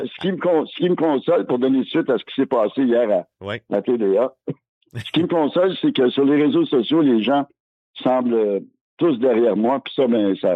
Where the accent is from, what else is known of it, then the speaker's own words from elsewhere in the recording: Montreal, Quebec, Canada; nous, les Québécois et les Montréalais